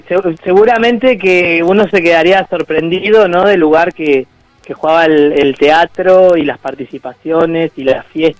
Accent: Patagonia, Argentina; yo siendo un historiador patagónico

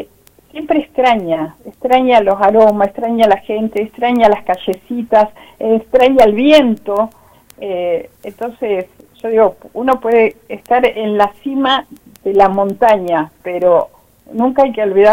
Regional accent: Río Gallegos, Santa Cruz, Argentina; moved away; quiero ir a Gallegos, quiero ir a visitar mi tierra.

